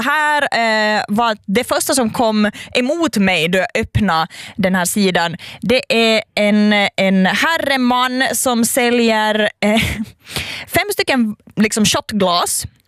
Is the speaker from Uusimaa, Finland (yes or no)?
no; Ostrobothnia, Finland; Österbotten, för det är ju min hemtrakt.